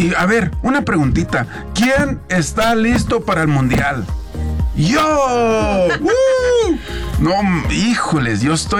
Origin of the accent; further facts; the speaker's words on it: Guanajuato, Mexico; no, de verdad, yo soy de Guanajuato, pero ahorita que estoy sacando mi pasaporte, me pidieron el acta de nacimiento de mi papá y de mi mamá.